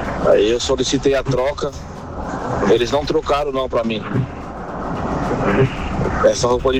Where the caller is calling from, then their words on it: Osasco, São Paulo, Brazil; de Osasco.